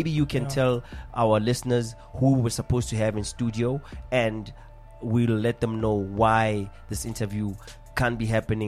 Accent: East Rand, Gauteng, South Africa; because I'm also from the East Rand

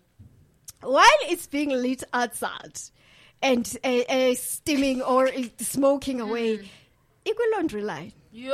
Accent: Bangladesh; I'm from Bangladesh.

